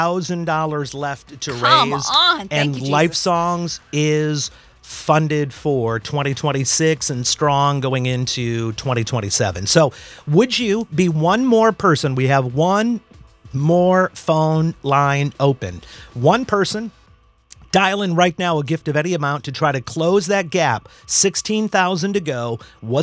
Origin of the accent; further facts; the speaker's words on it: Wisconsin, United States; moved away; I grew up in Wisconsin. I come by it honestly.